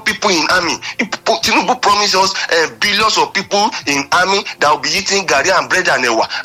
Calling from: Abeokuta, Ogun, Nigeria; I live in Abeokuta, but I'm calling from Ireland presently.

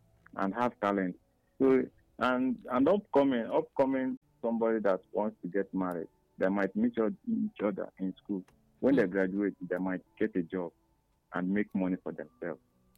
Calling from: Nigeria; I'm calling from Osuka.

